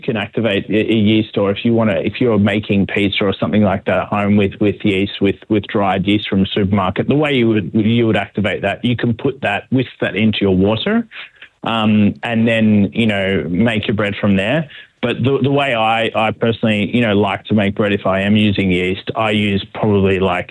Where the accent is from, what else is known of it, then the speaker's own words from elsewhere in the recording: Sydney, New South Wales, Australia; also born or lived in Melbourne; Well, yeah, I was living in Sydney. I'm from Sydney originally.